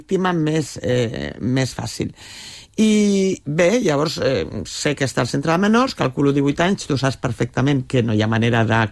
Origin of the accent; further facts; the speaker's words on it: L'Hospitalet de Llobregat, Catalonia, Spain; jo també sóc d'Hospitalet, també del barri de Can Vidalet, vull dir, m'he criat amb... Diguéssim que la meva família també és humil